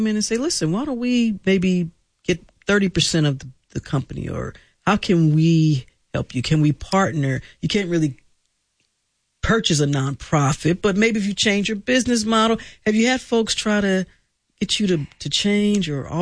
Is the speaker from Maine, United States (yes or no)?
no; St. Louis, Missouri, United States; I grew up in St. Louis, where we used to get the St. Louis Argus.